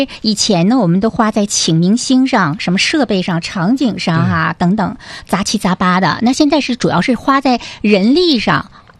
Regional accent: Jilin, China; 这也是我们吉林人的骄傲。

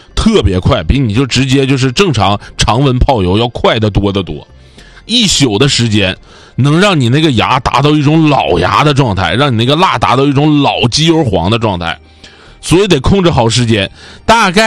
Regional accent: Northeast China, China; accent: Northeastern dialect; 但是我们东北人就一直这么用这个字啊，

